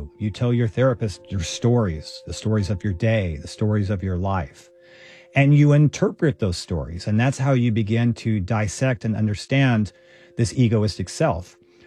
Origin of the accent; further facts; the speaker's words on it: Houston, Texas, United States; one of my favorite stories about this is I grew up in Texas, and even though I grew up in Houston, I never felt a strong identity of Texan.